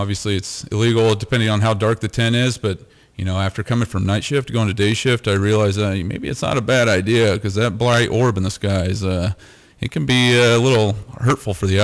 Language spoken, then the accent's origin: English; Lewistown, United States; Just went to, applied at my hometown and got hired with Lewistown Police Department to start my career.